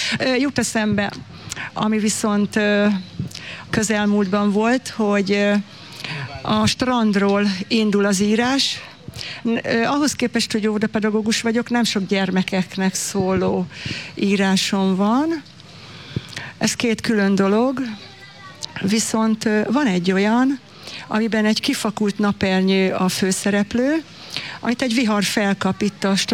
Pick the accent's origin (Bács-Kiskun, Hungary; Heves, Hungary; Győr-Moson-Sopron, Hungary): Bács-Kiskun, Hungary; Solt; moved away as an adult; now in Jászboldogháza, Hungary; Habár én a Kiskunságból származom, első pillanattól kezdve, Soltról pontosabban, első pillanattól, hogy ide kerültem, a férjem révén